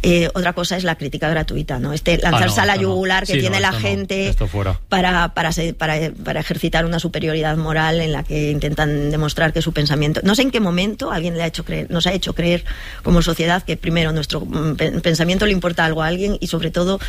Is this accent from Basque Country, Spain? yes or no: yes; San Sebastián, Basque Country, Spain; del que acaba de ganar la Copa del Rey, porque soy donostiarra